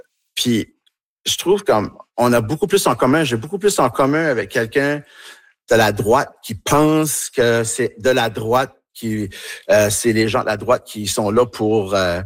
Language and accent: French; Tracadie, New Brunswick, Canada; accent: Tracadie; quand je suis avec eux autres, ben, je parle avec mon accent tracadie un peu plus, puis je me laisse aller.